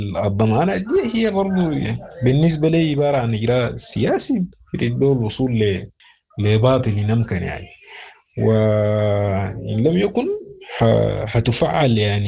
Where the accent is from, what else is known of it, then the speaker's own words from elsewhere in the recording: Sudan; كسودانيين